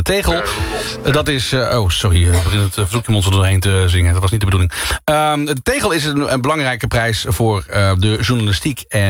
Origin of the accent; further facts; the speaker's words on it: Limburg, Netherlands; accent: Limburgse; Is het mijn Limburgse accent wat hier in de weg zit?